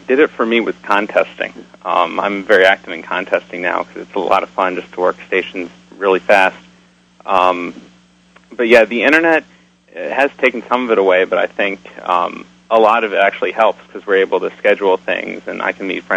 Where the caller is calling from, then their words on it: Maryland, United States; from Maryland.